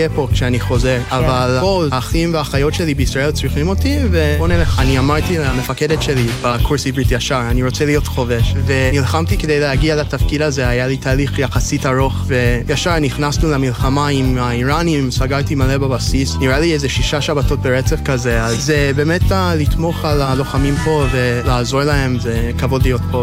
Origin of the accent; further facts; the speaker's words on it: Canada; Hebrew is a second language; now in Israel; במקור, אני מקנדה